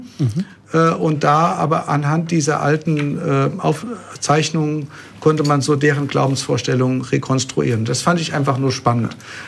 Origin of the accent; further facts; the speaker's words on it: Bad Homburg, Hesse, Germany; also born or lived in Rhineland-Palatinate; Ich komme aus Rheinland-Pfalz. Nein, ich bin in Rheinland-Pfalz geboren und bin aber aufgewachsen in Bad Homburg. Bin als noch als kleines Kind dahin gekommen.